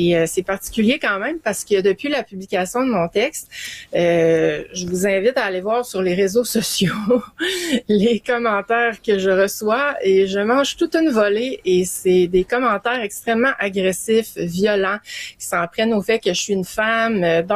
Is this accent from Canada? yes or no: yes; Quebec, Canada; chez nous au Québec